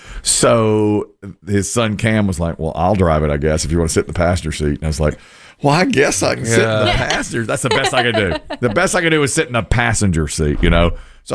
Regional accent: Asheboro, North Carolina, United States; I was just talking about going to my hometown of Asheboro yesterday and driving around a Wayne Thomas Chevrolet.

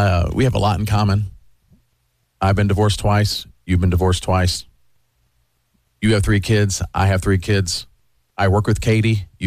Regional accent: the South, United States; I'm a safe guy. I'm from the South.

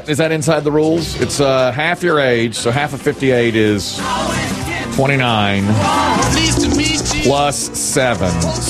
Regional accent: Ashburn, North Carolina, United States; I was a total rube. I'm from Ashburn, North Carolina.

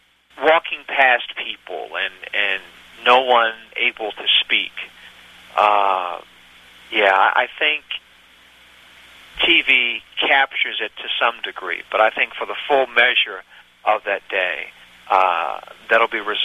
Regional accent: the South, United States; I'm a Southerner

